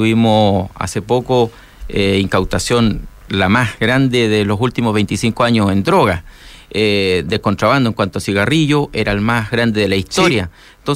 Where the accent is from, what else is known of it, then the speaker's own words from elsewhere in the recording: Talcahuano, Biobío, Chile; also born or lived in Santiago, Chile; now in Antofagasta, Chile; pensaba regresar al sur. Yo soy de Concepción, Talcahuano